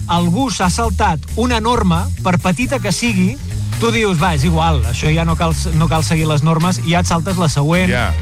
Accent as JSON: {"language": "Catalan", "town": "Santa Eulàlia de Riuprimer", "region": "Catalonia", "country": "Spain", "said": "Festa Major de Santa Eulàlia de Riuprimer, al meu poble, sí?"}